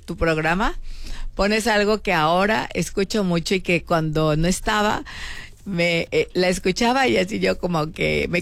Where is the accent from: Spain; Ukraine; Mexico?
Mexico; Guerrero; O sea, escúchala, o sea, de verdad para mí y para muchos guerrerenses